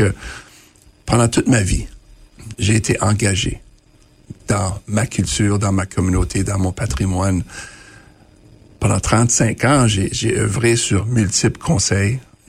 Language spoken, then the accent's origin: French; Winnipeg, Manitoba, Canada; first language French; moi, je suis un franco-manitobain, mais aussi un métis francophone, un métis de la Rivière-Rouge. Je suis à la fois français et cri.